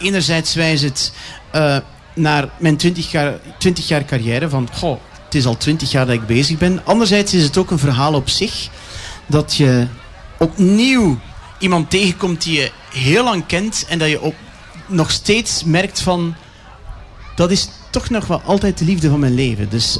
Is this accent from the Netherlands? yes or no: no; Flanders, Belgium; accent: West Flemish; Ik ben een echte West-Vlaming en ik kan nog altijd West-Vlaams klappen.